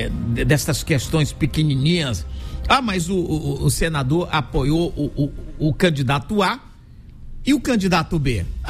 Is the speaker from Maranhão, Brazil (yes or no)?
yes; Maranhão, Brazil; born there; moved away; um grupo político lá no estado onde eu nasci